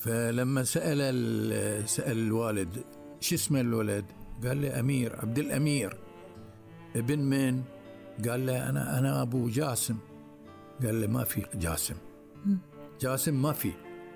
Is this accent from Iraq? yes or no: no; Jidhafs, Northern Governorate, Bahrain; born there; accent: Gulf dialect